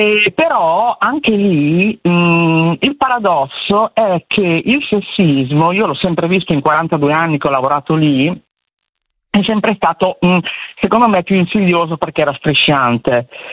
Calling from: Bologna, Emilia-Romagna, Italy; Io sono di Bologna

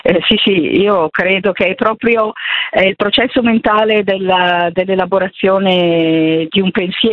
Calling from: Perugia, Umbria, Italy; sono Perugina.

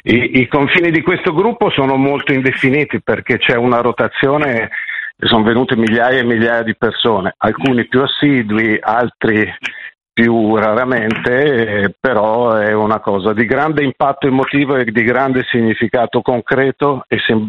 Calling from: Milan, Lombardy, Italy; Io chiamo da Milano

